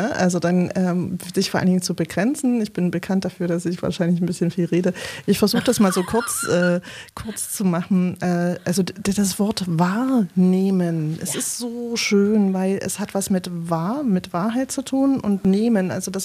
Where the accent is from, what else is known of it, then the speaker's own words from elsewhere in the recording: Leipzig, Saxony, Germany; Ich bin Leipzigerin. Ich bin hier in der Nähe aufgewachsen, wo Radio Blausch ist. Ich habe einen extremen Lokalpatriotismus, pipapo. Jedenfalls bin ich in Leipzig groß geworden.